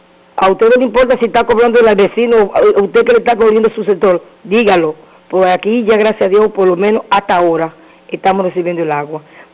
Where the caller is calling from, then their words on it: Dominican Republic; Yo soy una vocera de los Ginebra del Seno.